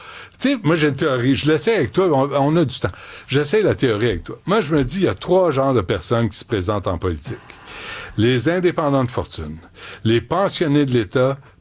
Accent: Canada; nous autres, le Canada

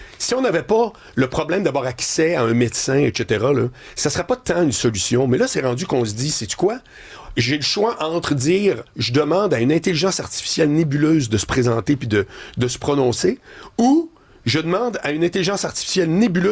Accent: Quebec City, Quebec, Canada; now in Montreal, Canada; moi, je viens de Québec, là.

